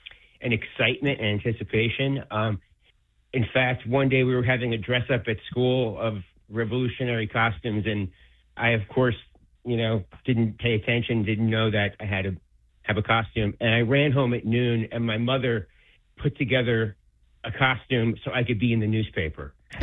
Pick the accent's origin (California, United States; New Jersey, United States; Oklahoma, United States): New Jersey, United States; born there; now in Crayville, New York, United States; the preparation for it started for us in elementary school in New Jersey in fourth grade.